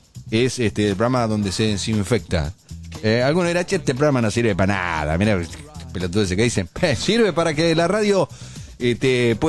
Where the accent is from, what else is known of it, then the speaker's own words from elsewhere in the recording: Argentina; somos argentinos